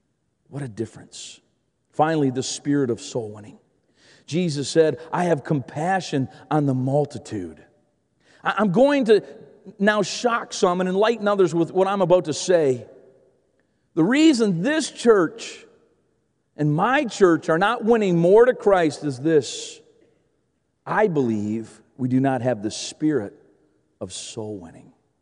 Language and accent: English; Canada; being Canadian